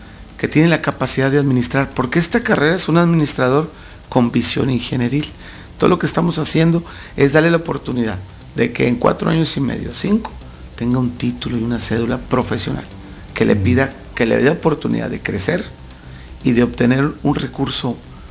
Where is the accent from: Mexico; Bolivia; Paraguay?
Mexico; Ciudad Madero, Tamaulipas; moved away as an adult; also born or lived in Guerrero / Lázaro Cárdenas, Michoacán / Tapachula, Chiapas / Toluca; now in Colima, Mexico; regresé a mi casa, soy de Ciudad Madero, Tamaulipas, del TEC de Madero.